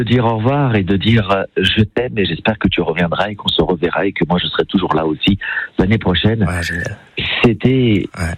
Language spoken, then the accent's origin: French; Portugal; now in France; comme on dit chez nous au Portugal